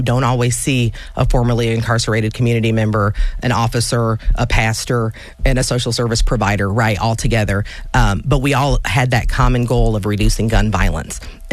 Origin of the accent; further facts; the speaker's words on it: Danville, United States; I'm born and raised in Danville, so I was new to this community.